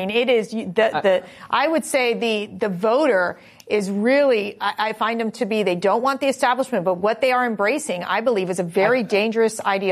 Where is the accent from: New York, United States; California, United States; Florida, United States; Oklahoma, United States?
Florida, United States; I'm from South Florida.